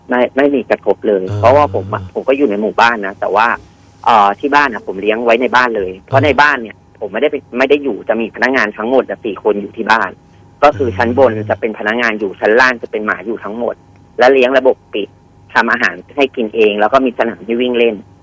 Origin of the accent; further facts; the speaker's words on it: Pattaya, Chonburi, Thailand; ผมเป็นคนพัทยา